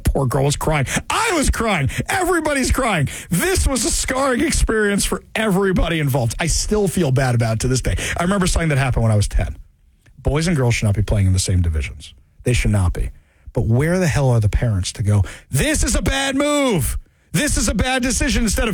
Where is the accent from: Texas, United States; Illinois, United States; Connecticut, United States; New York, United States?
New York, United States; Westchester; I grew up in Westchester, New York.